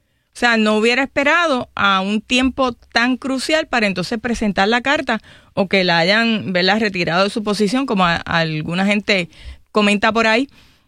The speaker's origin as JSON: {"language": "Spanish", "town": "Toa Alta", "country": "Puerto Rico", "said": "Yo soy de Toa Alta."}